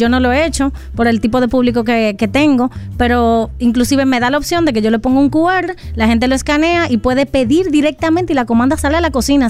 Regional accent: Dominican Republic; tenemos nosotros como dominicanos algo cultural intrínseco adentro

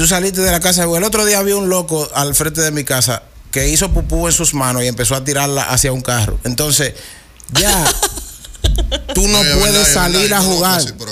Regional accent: Dominican Republic

